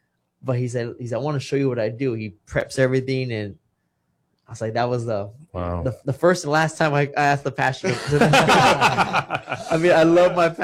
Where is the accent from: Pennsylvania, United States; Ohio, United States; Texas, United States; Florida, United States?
Texas, United States; Kingsville; Yes. I'm born and raised in Kingsville, Texas. My dad's from L.A.